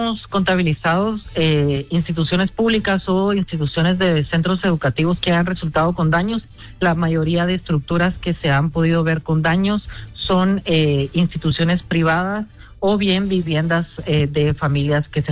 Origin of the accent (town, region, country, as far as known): Guatemala